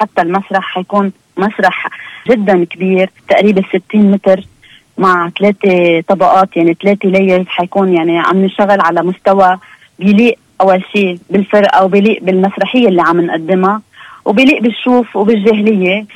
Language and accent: Arabic; Lebanon; هيدي قوتنا كلبنانيين كلنا